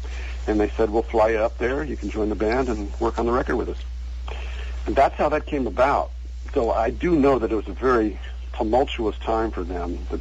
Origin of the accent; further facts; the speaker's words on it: Cincinnati, Ohio, United States; moved away; I was living in, I grew up in Cincinnati, and I was living back there working as an engineer in a studio and as a musician.